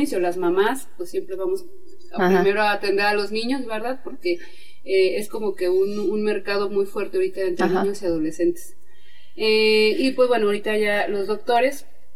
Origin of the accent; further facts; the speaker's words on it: Rioverde, San Luis Potosí, Mexico; Los tres somos de Río Verde.